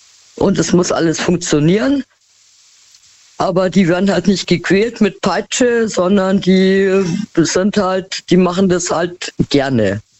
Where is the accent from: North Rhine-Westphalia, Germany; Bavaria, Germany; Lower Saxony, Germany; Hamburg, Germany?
Bavaria, Germany; Munich; born there; Aber ich komme gebürtig aus München, ja?